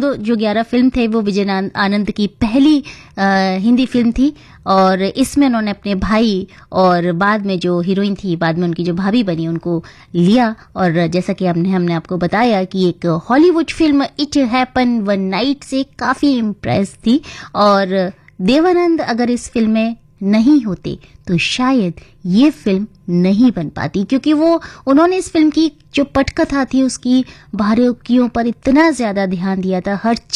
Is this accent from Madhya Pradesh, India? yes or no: yes; Shivpuri, Madhya Pradesh, India; शिवपुरी इलाका शायद आपने सुना होगा, वैसे आपको बता दूं कि मेरा होम टाउन वही है